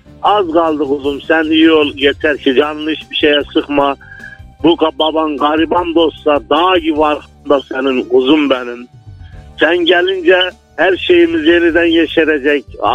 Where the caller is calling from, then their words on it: Ceyhan, Adana, Turkey; Adana Ceyhan'dan arıyorum.